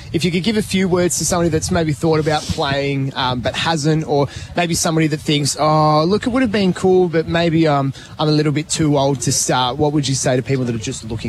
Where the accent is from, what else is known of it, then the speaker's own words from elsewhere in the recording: Victoria, Australia; Like, I was a footy player. I grew up in Victoria, which is obviously an AFL state